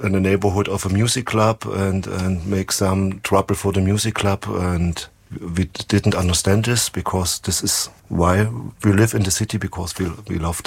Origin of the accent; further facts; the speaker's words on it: Wolfen, Saxony-Anhalt, Germany; English is a second language; also born or lived in Halle; This was the time when I moved from my hometown, Wolfen, in the near of Bitterfeld, very nice city, to Halle.